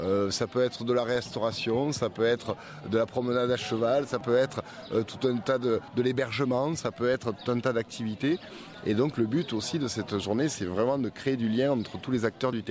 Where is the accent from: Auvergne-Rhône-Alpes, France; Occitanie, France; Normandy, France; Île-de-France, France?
Occitanie, France; Vauvert; je suis un enfant du pays, comme on dit, donc enraciné, fier de mes racines vauverdoises et camarguaises. Donc j'ai ce territoire-là, je ne le quitterai jamais.